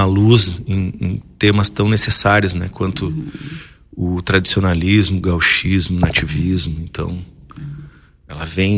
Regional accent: Bagé, Rio Grande do Sul, Brazil; now in Rio Grande, Brazil; Sobre Bagé um pouco, que é a minha terra natal.

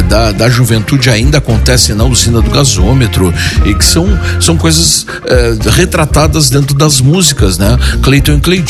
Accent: Rio Grande do Sul, Brazil; accent: gaúcho; eu em 2018 fui pra Bahia, tive a oportunidade de ir pra Salvador. Cheguei lá, assim, eu mal falava o gaúcho.

